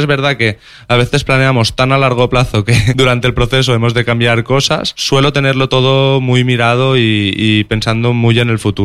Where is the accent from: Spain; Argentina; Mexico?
Spain; Valencian Community; first language Valencian; Spanish is a second language; Sí, además es mi lengua materna. De hecho, bueno, estarás viendo que durante la entrevista el castellano no es mi lengua principal.